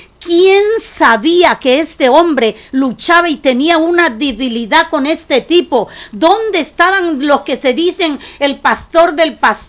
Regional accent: Mexico; Porque ya me hierve la sangre como mexicana.

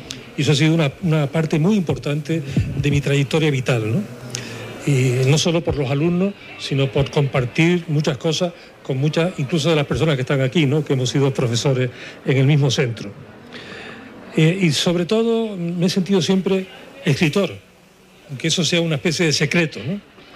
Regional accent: La Laguna, Canary Islands, Spain; also born or lived in Adeje; nací en un sitio que se llama Tijoco de Abajo. Mi padre era maestro allí, mi madre estaba allí, naturalmente, donde yo nací, no podía ser de otra forma, y realmente estuve unos meses en Tijoco, ¿no? Toda mi vida la he desarrollado en La Laguna

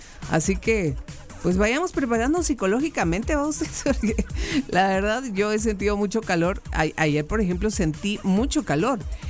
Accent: Guatemala; born there; now in Cobán, Guatemala; Ahora llego a mi pueblito natal

